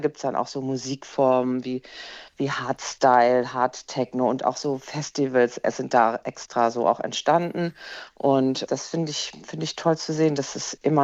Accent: North Rhine-Westphalia, Germany; Ich komme ursprünglich irgendwie aus Nordrhein-Westfalen und da war ich dann auch sehr schwer beeindruckt.

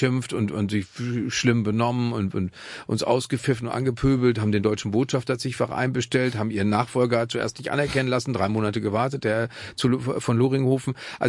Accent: North Rhine-Westphalia, Germany; was in meiner Heimatregion, dem Ruhrgebiet, nun wirklich nicht ungewöhnlich ist.

